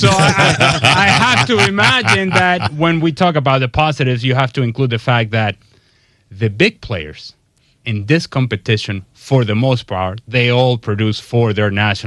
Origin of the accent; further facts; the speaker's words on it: Venezuela; my home country of Venezuela